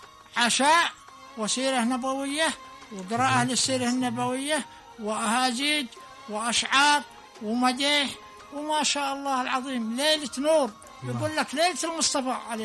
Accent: Al Bayda Governorate, Yemen

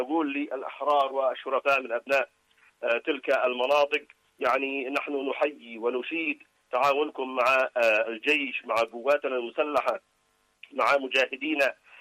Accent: Yemen; لا بد علينا كيمنيين أن نتوحد،

